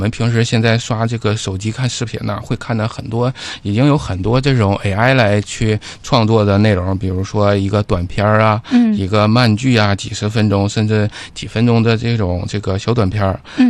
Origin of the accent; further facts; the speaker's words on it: Jilin, China; 我们作为东北人啊，尤其是吉林人